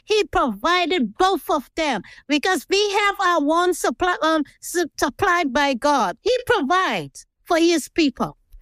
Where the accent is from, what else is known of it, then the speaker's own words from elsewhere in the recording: North Caicos, Turks & Caicos Islands; I grew up in North Caicos, where there's a variety of species of birds.